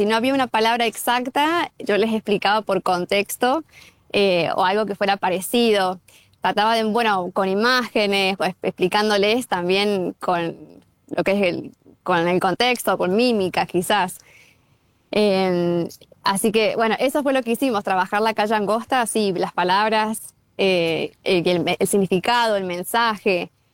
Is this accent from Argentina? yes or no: yes; Villa Mercedes, San Luis, Argentina; Para mí es un honor y un orgullo haber nacido y crecido en esta ciudad. Nunca había tomado un avión siquiera a otro lugar y, bueno, conocer Estados Unidos fue increíble, pero siempre un lugar en mi corazón guardaba para Villa Mercedes.